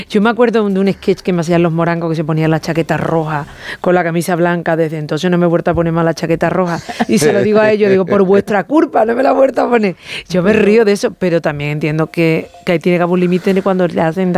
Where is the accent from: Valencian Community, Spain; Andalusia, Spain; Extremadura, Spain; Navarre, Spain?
Andalusia, Spain; Nosotras dos somos andaluzas y venimos de una tierra con mucha guasa.